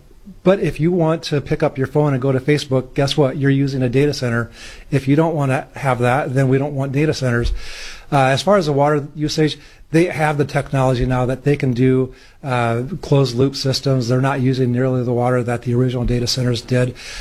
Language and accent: English; Iowa, United States; I grew up in Iowa, and so I stayed there a good portion about